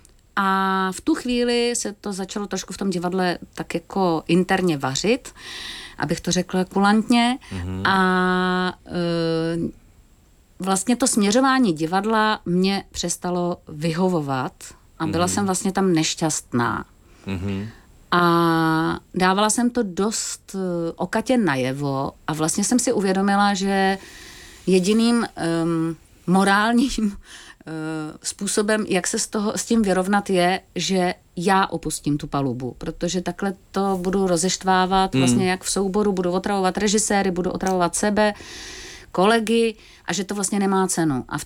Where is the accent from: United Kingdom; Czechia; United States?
Czechia; Prague; moved away; also born or lived in Ostrava; My jsme 2 roky si tak nějak zvykali vlastně na ten hektický pražský život. A to jsem teda z Prahy